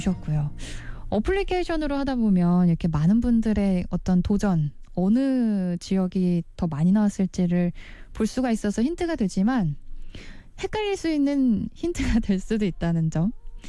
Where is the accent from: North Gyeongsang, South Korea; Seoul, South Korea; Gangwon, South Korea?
Gangwon, South Korea; Cheorwon; 제 고향은 북한과 가장 가까운 강원도 철원입니다.